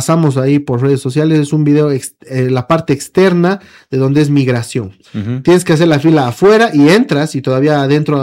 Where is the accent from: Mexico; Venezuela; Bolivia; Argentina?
Bolivia; Esto es lo que nosotros recibimos como ciudadanos bolivianos, donde deberíamos sentar soberanía en una buena presencia.